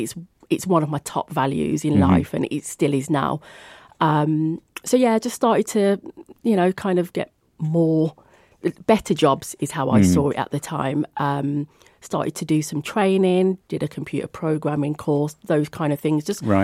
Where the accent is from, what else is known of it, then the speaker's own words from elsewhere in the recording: Birmingham, West Midlands, United Kingdom; moved away as an adult; now in Black Country, United Kingdom; when I moved over to the Black Country, because I'm a Brummie.